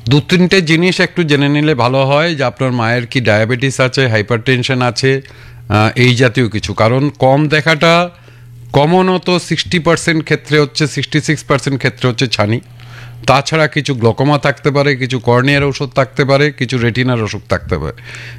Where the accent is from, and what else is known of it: India